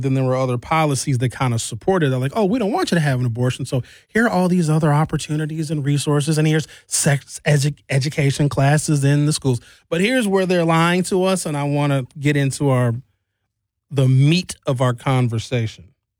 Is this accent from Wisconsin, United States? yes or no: yes; Brown Deer, Wisconsin, United States; They were a part of my developmental environment growing up in Brown Deer in the 1980s.